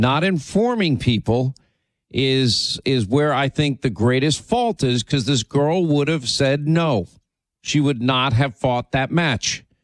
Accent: Philadelphia, Pennsylvania, United States; accent: New York; I grew up in Philly, but I talk like a New Yorker.

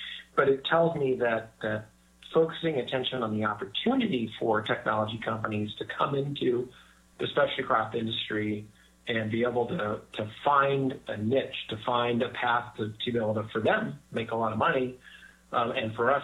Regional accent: Sacramento, California, United States; I grew up in Sacramento, so I am kind of a child of the company business up there.

